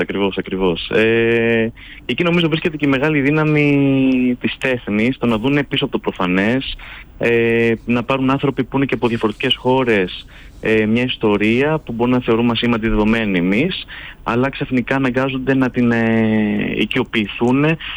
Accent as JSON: {"language": "Greek", "town": "Danakos", "region": "South Aegean", "country": "Greece", "tie": "born or raised there", "said": "εγώ έχω καταγωγή από την Νάξο, από το Δανακό συγκεκριμένα το χωριό, οπότε πέρασα τα περισσότερα παιδικά μου χρόνια εδώ"}